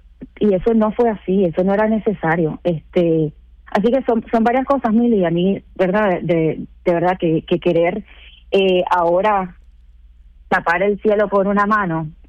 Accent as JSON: {"language": "Spanish", "country": "Puerto Rico"}